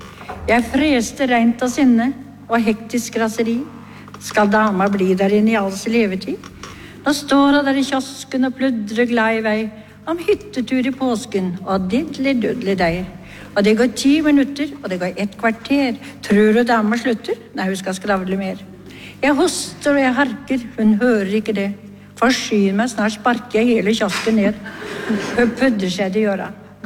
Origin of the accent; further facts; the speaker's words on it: Oslo, Norway; born there; Jeg er født i Oslo.